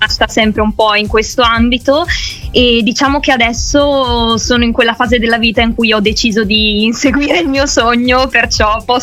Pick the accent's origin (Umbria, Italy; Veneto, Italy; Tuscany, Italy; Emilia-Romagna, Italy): Veneto, Italy; Verona; Allora, io sono originaria di Verona, quindi Veneto.